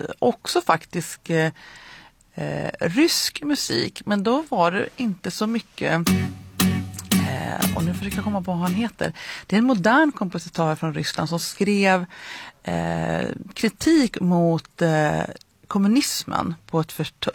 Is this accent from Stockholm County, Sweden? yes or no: no; Frösön, Jämtland County, Sweden; Jag är ju från Frösön